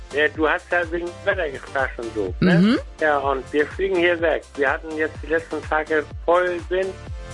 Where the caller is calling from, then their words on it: Wenningstedt, Schleswig-Holstein, Germany; Ich bin in Wenningstedt, in der Nähe von Westerland.